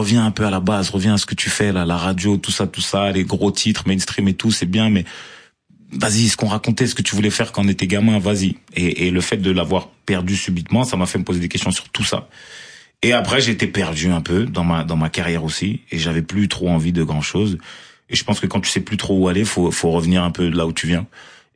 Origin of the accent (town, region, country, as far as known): Marseille, Provence-Alpes-Côte d'Azur, France; born there